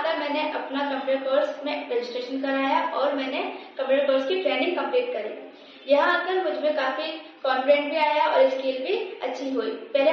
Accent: Rampur, Uttar Pradesh, India; मैं 19 साल की हूँ, मैं बीए फर्स्ट ईयर में हूँ और मैं पीडब्ल्यूडी कॉलोनी बदोटोला रामपुर उत्तर प्रदेश की रहने वाली हूँ।

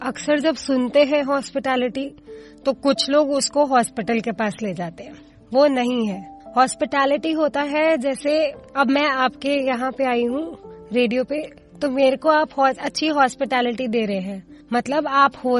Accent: Delhi, India; मैं दिल्ली की ही रहने वाली हूँ।

